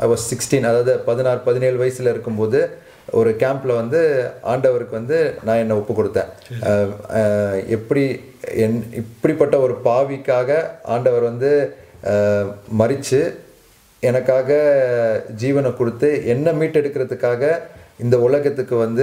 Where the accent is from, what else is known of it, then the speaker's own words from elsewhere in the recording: Chennai, Tamil Nadu, India; born there; போனது எல்லாமே வந்து சென்னையில் தான். கிறிஸ்டியன் ஃபேமிலி, அம்மா அப்பா வந்து டிவோர்ட் கிறிஸ்டியன்ஸ்.